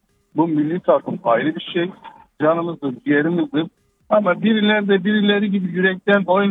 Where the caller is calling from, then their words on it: Gaziantep, Turkey; Gaziantep'ten